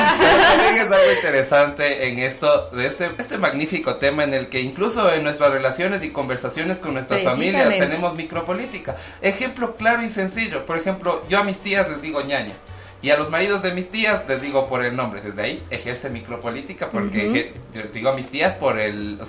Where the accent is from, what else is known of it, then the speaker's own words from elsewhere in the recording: Ambato, Tungurahua, Ecuador; a pesar de ser uno ambateño, tungurahuense, uno quiere ver bien a su tierra.